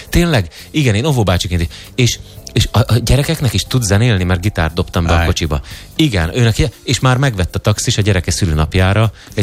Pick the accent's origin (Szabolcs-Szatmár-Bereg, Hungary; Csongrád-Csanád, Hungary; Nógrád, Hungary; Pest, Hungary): Pest, Hungary; Cegléd; Cegléden.